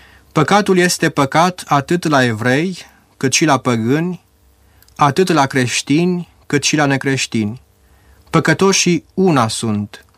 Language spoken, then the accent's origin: Romanian; Romania; Nu suntem mântuiți pentru că suntem români sau pentru că suntem ortodoxi